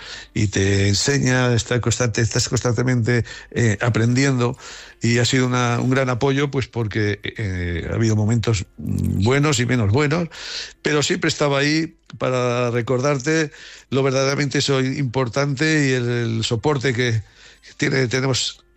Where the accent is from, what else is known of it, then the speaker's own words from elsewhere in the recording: Haro, La Rioja, Spain; el sentir a Haro como, insisto, como nuestro pueblo, porque, bueno, pues así nos hemos criado